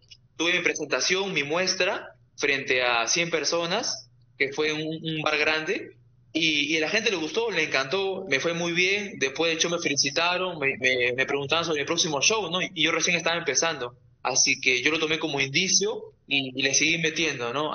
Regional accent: Lima, Peru; Yo soy comediante de Lima. Ahora estoy viviendo en La Victoria, en la parte de Yerbateros.

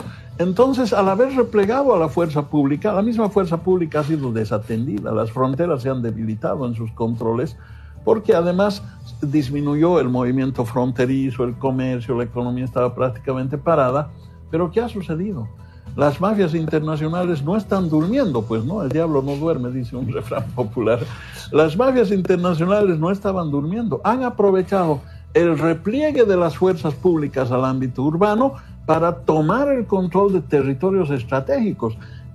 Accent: Bolivia

